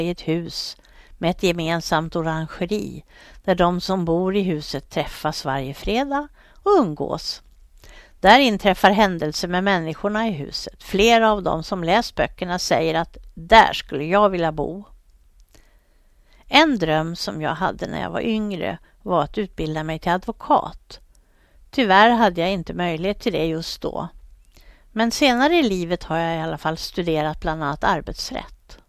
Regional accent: Stockholm, Stockholm County, Sweden; jag växte upp i Vällingby

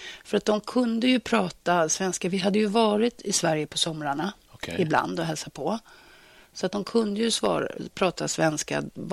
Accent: Granada, Andalusia, Spain; moved away as an adult; now in Sweden; I Granada där vi kommer ifrån

